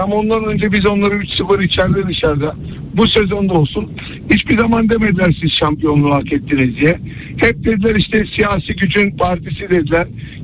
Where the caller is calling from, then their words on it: Izmir, İzmir, Turkey; Ben İzmir'den